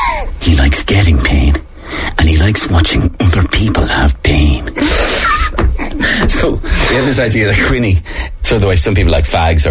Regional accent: Waterford, Munster, Ireland; partly because I come from Waterford. And I was brought up in Waterford, and Waterford have had their ups and downs

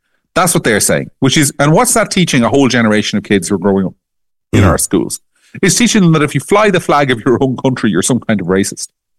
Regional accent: County Monaghan, Ireland; And I grew up in Monaghan on the border counties.

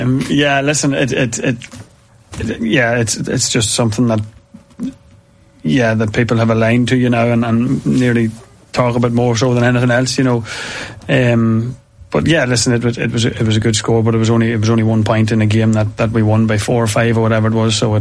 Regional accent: Monaghan, Ulster, Ireland; Yeah, well, it's as you say, I was born maybe 6 or 7 months before Monaghan won that Ulster Championship in 88.

